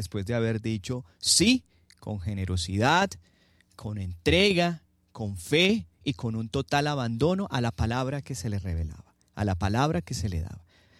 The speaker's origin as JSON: {"language": "Spanish", "country": "Colombia"}